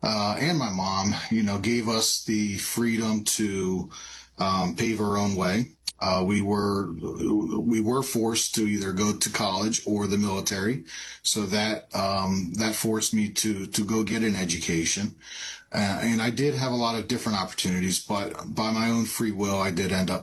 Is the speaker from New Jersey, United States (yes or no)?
yes; Jacksonville, New Jersey, United States; I'm from Jacksonville, New Jersey. I am the third child, two older brothers, one younger sister.